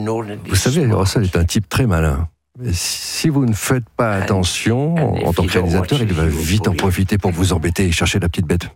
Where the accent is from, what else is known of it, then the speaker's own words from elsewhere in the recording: England, United Kingdom; French is a second language; Et en plus, je viens du nord d'Angleterre.